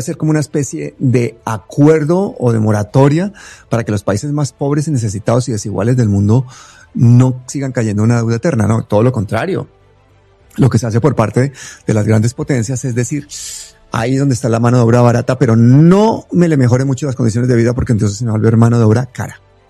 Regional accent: Colombia; nuestra posición en este momento como pueblo colombiano

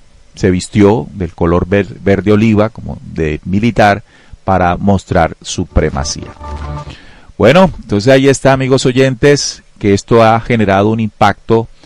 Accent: Colombia; como pueblo colombiano, latinoamericano

